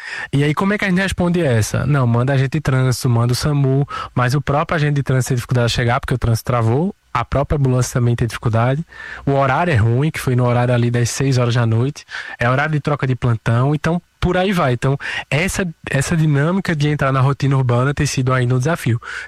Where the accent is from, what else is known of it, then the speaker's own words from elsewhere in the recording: Pernambuco, Brazil; now in Recife, Brazil; eu não sou natural de Recife, eu sou do interior do estado. Então, quando eu vim estudar aqui na Universidade Federal